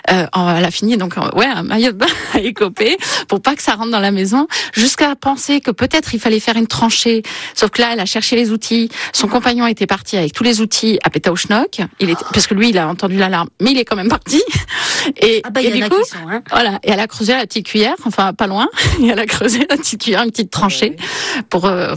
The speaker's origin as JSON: {"language": "French", "town": "Gignac", "region": "Occitanie", "country": "France", "tie": "born or raised there", "also_born_or_lived": "Montpellier", "said": "Ah mais moi je suis née à Montpellier puis après j'ai sauté à Gignac direct."}